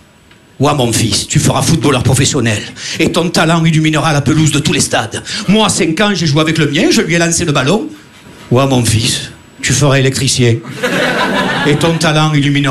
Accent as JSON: {"language": "French", "town": "Marseille", "region": "Provence-Alpes-Côte d'Azur", "country": "France", "accent": "Marseille", "said": "on entend mon accent à chaque fois, on me parle de foot à Paris. Ah, Marseillais, ici c'est Paris"}